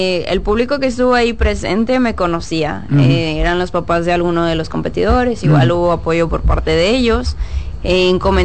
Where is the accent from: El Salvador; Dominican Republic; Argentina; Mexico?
Dominican Republic; Pero para mí, como quiera, yo soy dominicana 100%, a pesar de ese tipo de comentarios.